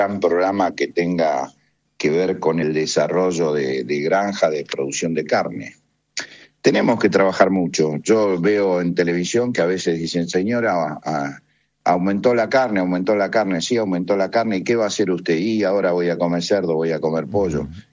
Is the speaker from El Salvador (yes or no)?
no; Argentina